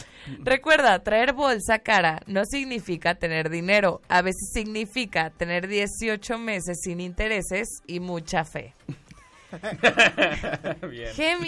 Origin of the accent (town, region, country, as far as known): Mexico